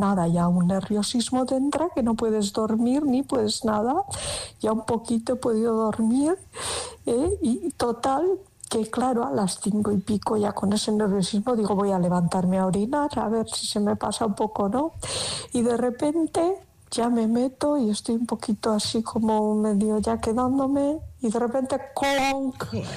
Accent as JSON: {"language": "Spanish", "town": "Alonsotegi", "region": "Basque Country", "country": "Spain", "said": "soy de Alonso Tegui"}